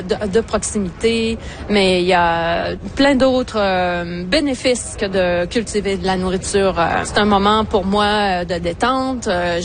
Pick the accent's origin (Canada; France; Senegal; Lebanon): Canada; Quebec; first language French; moved away; Je viens d'un milieu rural dans la province du Québec. Mes grands-parents viennent de l'agriculture.